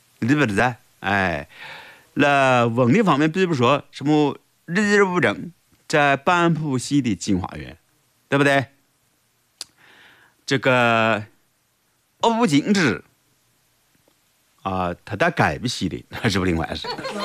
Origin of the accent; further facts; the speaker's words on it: Guangdong, China; 我是广东人